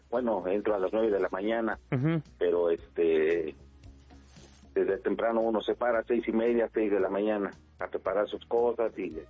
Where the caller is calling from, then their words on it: Mexico City, Mexico; De la Gustavo Madero de Santa Rosa.